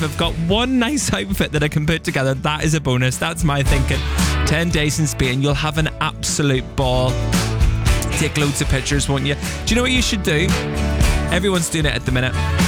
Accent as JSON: {"language": "English", "town": "Market Harborough", "region": "East Midlands", "country": "United Kingdom", "tie": "born or raised there", "said": "Lots of love from Becky and Callum from Market Harborough. Oh, I'm so jealous. My home country."}